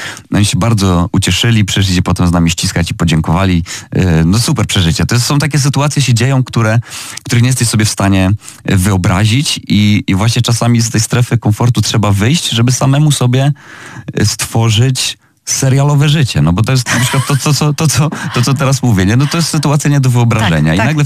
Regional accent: Żary, Lubusz Voivodeship, Poland; graliśmy w Żarach, to jest moje rodzinne miasto

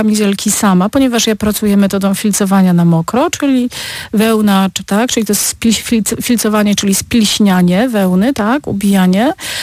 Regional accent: Opole, Opole Voivodeship, Poland; now in Berlin, Germany; wychowałam się koło cementowni Odry.

